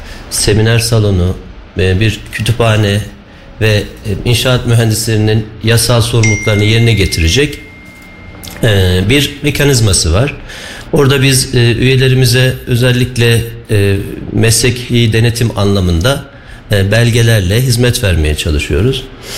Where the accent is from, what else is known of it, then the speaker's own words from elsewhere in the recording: Kayseri, Turkey; born there; also born or lived in Kırıkkale; 1975 Kırıkkale doğumluyum ama 40 senedir Kayseri'deyim. Kayseri'de yaşıyorum.